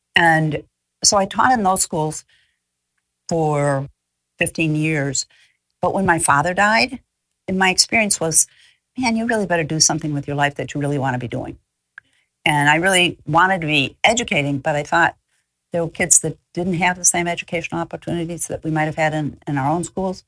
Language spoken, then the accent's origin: English; Chicago, Illinois, United States; moved away as an adult; now in New Orleans, United States; I grew up in Chicago, and I went to school in Lake Forest, and then I went to college in New York.